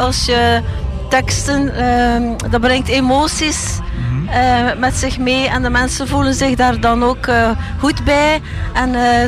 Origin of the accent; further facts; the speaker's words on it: Deinze, Flanders, Belgium; Ja, dat is de radio, ik ben van Deinzen.